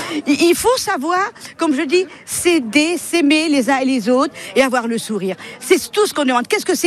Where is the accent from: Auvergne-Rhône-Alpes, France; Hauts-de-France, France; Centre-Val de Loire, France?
Centre-Val de Loire, France; Épeigné-les-Bois; born there; now in Amboise, France; Je ne suis pas née ici, je suis née à Épeigné-les-Bois.